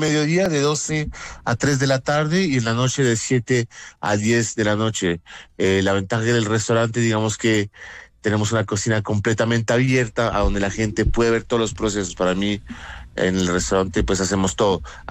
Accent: Colombia; moved away as an adult; also born or lived in France; nosotros, los colombianos que estamos acá

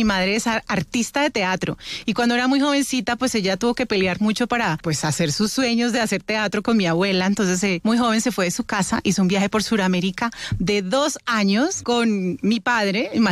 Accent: Colombia; born there; Y decidió volverse a Colombia porque le dio así como una nostalgia de Colombia, entonces yo nací en Colombia.

